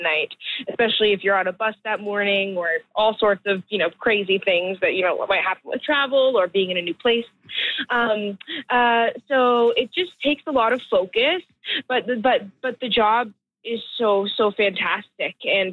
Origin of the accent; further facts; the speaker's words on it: Canada; It was really nice being in my home country, first of all.